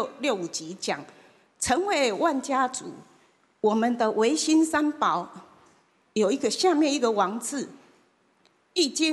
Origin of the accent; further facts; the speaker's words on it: Taiwan; accent: Taiwanese Hokkien; Chinese is a second language; 容许我讲台语啊